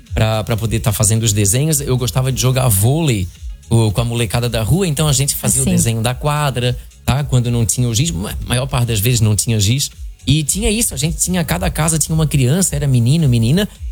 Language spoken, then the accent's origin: Portuguese; Itajaí, Santa Catarina, Brazil; apesar de ter 30 anos, o bairro que eu cresci ali em Itajaí